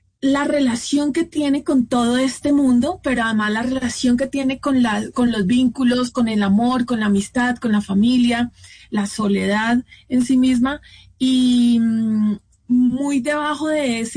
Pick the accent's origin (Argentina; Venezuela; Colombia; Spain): Colombia; Bogotá